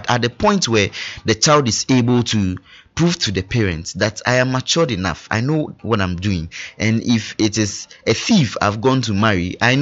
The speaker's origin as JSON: {"language": "English", "country": "Ghana", "said": "I'm a Ghanaian."}